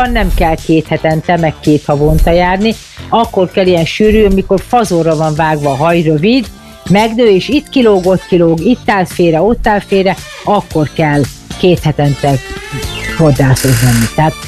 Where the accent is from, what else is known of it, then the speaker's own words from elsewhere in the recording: Budapest, Hungary; Én pesti vagyok, de én mondjuk Olaszországba tudnék élni.